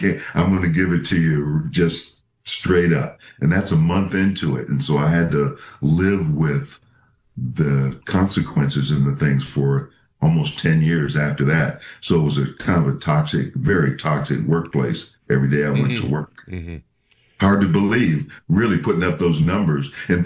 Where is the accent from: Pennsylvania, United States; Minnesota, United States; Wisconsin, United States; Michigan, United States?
Minnesota, United States; The Vikings, my hometown, drafted me.